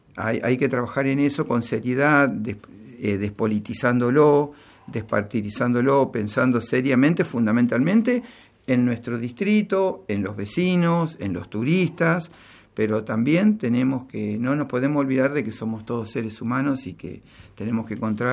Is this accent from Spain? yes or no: no; Necochea, Buenos Aires Province, Argentina; Yo soy del Partido Peronista, soy el presidente del Partido Justicialista, pero sobre todo soy necochense, ¿no? Soy habitante del distrito.